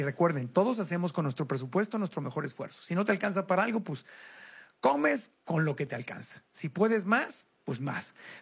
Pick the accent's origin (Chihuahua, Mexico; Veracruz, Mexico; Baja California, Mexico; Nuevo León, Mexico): Baja California, Mexico; Tijuana; born there; also born or lived in Mexico City; cuando estaba chiquito, crecí en Tijuana, y parte en Tijuana y parte en Ciudad de México. Y me acuerdo en ambos casos que ahí por Coyoacán, donde vivíamos con mi mamá